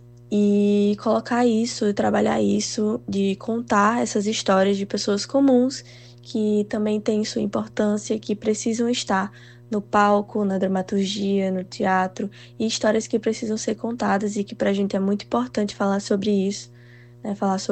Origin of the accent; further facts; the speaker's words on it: Rio Grande do Norte, Brazil; now in Maranhão, Brazil; A princípio, a temática surgiu do encontro meu e de Micael aqui no Maranhão. Nós dois somos do Rio Grande do Norte